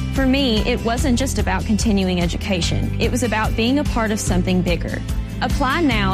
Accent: Laurel County, Kentucky, United States; I'm from Laurel County.

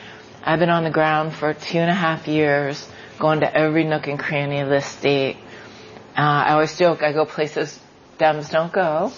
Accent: Youngstown, Ohio, United States; I am an Ohio girl through and through. I grew up in Youngstown, Ohio, and my grandfather came here like a lot of folks from Europe to escape persecution, ended up in Youngstown in the steel mills.

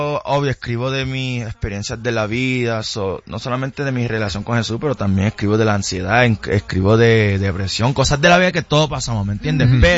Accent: Puerto Rico; born or raised there

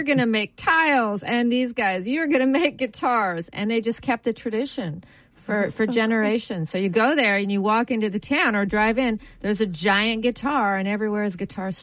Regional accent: Ottawa, Ontario, Canada; Well, I'm from Ottawa, Canada. Yeah, the capital of Canada. And it's a beautiful town in Ontario. Beautiful in the Ottawa Valley. It's a gorgeous area. And, that's where I grew up.

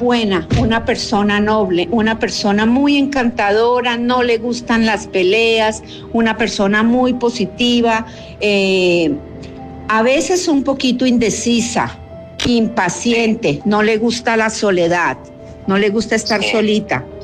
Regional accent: Mexico

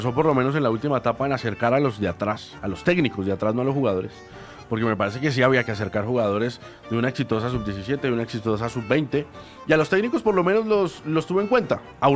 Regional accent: Colombia; ni mucho menos como colombiano y como periodista.

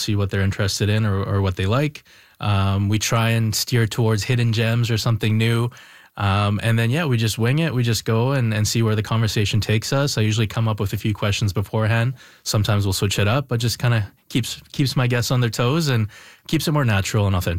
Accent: Vancouver, British Columbia, Canada; Again, I'm from Vancouver, so I come from a wide range of culinary, different types of experiences in Vancouver.

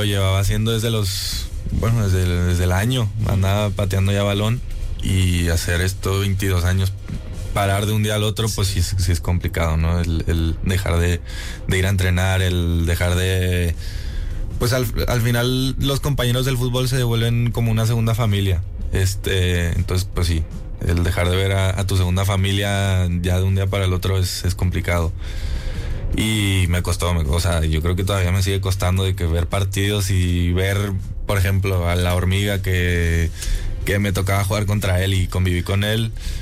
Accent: Madrid, Community of Madrid, Spain; born there; also born or lived in Monaco / Barcelona; yo crecí en Madrid con mi mamá

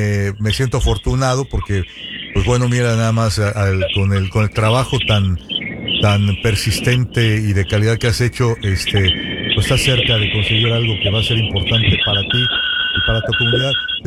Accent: Sonora, Mexico; now in Los Angeles, United States; yo soy sonorense

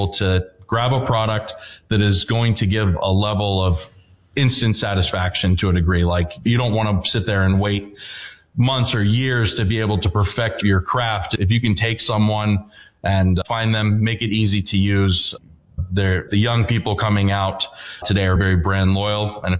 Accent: Mid-Atlantic, United States; We're from the Mid-Atlantic.

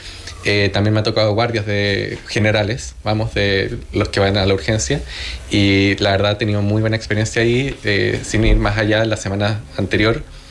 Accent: Chile; moved away as an adult; now in Logroño, Spain; 4 meses ya en Logroño. Yo vengo de Chile, bastante lejos, la verdad. 4 meses en Logroño, 4 meses en la residencia.

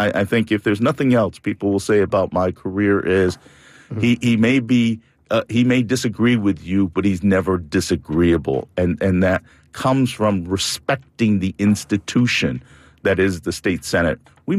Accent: United States; as an Asian American

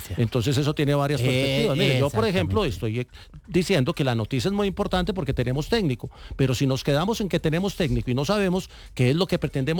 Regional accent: Colombia; yo a mí sí me gustaría, como colombiano

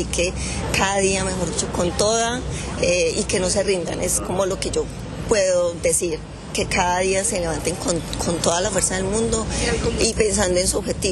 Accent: Armenia, Quindío, Colombia; now in Australia; Ella es de Bogotá, yo soy de Armenia, Quindío

